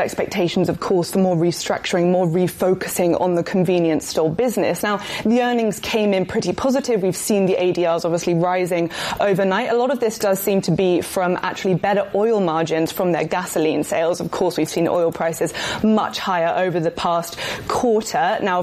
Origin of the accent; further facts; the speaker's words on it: Cambridge, East of England, United Kingdom; I was just at home in the UK actually, and they're opening, you know, these new flagship stores in my hometown of Cambridge.